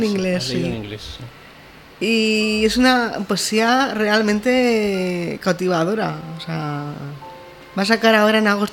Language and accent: Spanish; Molina de Segura, Region of Murcia, Spain; mi pueblo, Molina de Segura, que es de donde soy